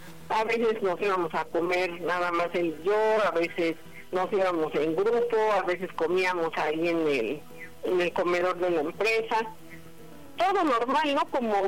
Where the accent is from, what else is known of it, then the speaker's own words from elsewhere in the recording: Atenco, State of Mexico, Mexico; Tengo 42 años y soy de Atenco, Estado de México.